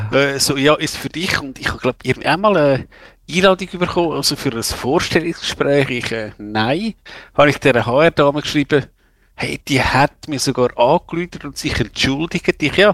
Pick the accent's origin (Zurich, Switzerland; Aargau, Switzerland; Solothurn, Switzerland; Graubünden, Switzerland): Zurich, Switzerland; Kappel am Albis; ich kann sagen, Kappel am Albis ist jetzt, ja, da bin ich irgendwo aufgewachsen in der Nähe